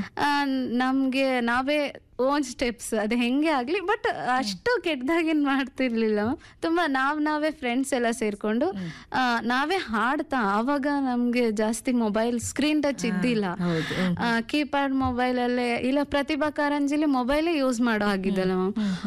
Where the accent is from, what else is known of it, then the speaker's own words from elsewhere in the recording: Karnataka, India; also born or lived in Davanagere; ಅದಾದ್ಮೇಲೆ ನಮ್ಮೂರಿಂದ ಒಂದು 2 ಕಿಲೋಮೀಟರ್ ದೂರ ಸಾಸಿವೆಯಲ್ಲಿ ಅಂತ, ಅಲ್ಲಿ ನನ್ನ ಹೈಸ್ಕೂಲ್ ಎಜುಕೇಷನ್ ಅಲ್ಲೇ ಮ್ಯಾಮ್, 8th, 9th, 10th ಅಲ್ಲಿ ಓದಿದ್ದು. ಅಲ್ಲಿಂದ PUC ಹರಪನಹಳ್ಳಿ, ಹರಪನಹಳ್ಳಿಯಿಂದ ನಾನು 2017 ಅಲ್ಲಿ ದಾವಣಗೆರೆಗೆ